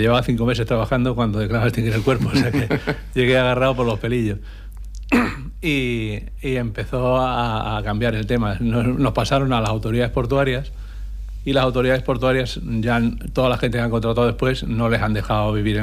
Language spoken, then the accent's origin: Spanish; Madrid, Community of Madrid, Spain; Yo soy de Madrid, bueno, nací en Madrid, aunque tenía que haber nacido en Málaga, porque mis padres vivían en Málaga y se fueron a tener niño a Madrid y se volvieron.